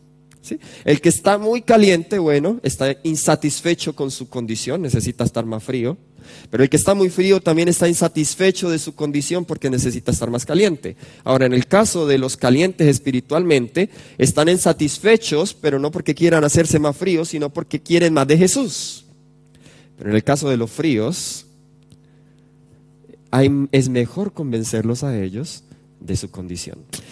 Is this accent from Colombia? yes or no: yes; Colombia; yo soy de Colombia